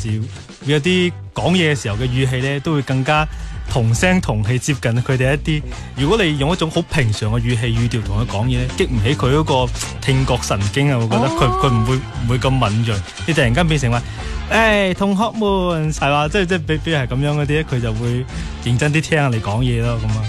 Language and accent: Cantonese; Foshan, Guangdong, China; 我係首先我土生土長佛山人，我自細就喺個粵語環境長大嘅。咁、加上呢我自己都是听粤语歌大的。